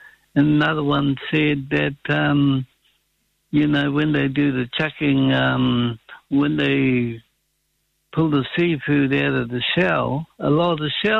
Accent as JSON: {"language": "English", "town": "Invercargill", "region": "Southland", "country": "New Zealand", "tie": "born or raised there", "also_born_or_lived": "Riverton", "said": "No, I was born in Riverton, and then we moved over to Invercargill."}